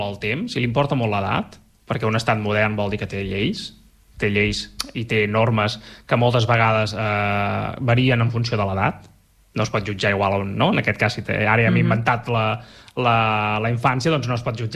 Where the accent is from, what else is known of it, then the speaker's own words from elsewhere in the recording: Munich, Bavaria, Germany; jo sóc aquí de Múnich de tota la vida.